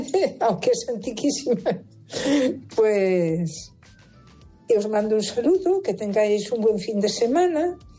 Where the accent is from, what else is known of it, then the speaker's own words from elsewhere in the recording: A Coruña, Galicia, Spain; quisiera escuchar una canción